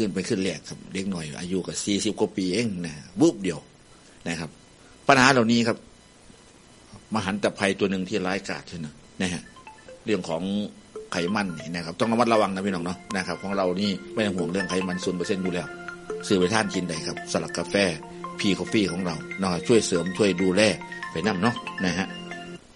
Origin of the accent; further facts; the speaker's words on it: Kaset Wisai, Roi Et, Thailand; คิดทอดคิดถึงเด้อพี่น้องเด้อโดยเฉพาะทางบ้านเกิดนะครับเกษตรวิสัยเข้าไปในเนาะทางหุ่นนะครับอยู่ดีสบายบ่เนาะ